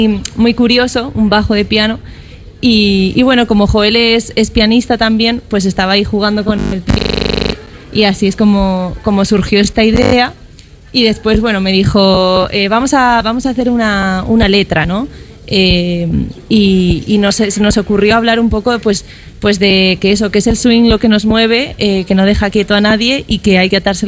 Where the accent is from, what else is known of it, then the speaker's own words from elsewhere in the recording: Burgos, Castile and León, Spain; moved away as an adult; also born or lived in Buenos Aires; todas esas cosas que yo recuerdo de mi infancia aquí en Burgos.